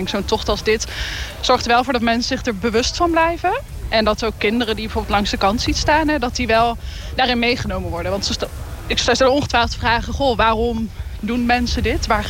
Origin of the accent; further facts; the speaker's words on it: Nijmegen, Gelderland, Netherlands; Ja, ik kom uit Nijmegen.